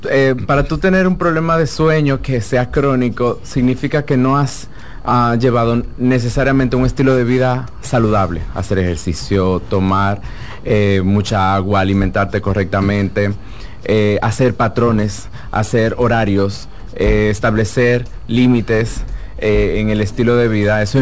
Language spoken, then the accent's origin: Spanish; Cibao, Dominican Republic; yo soy del Cibao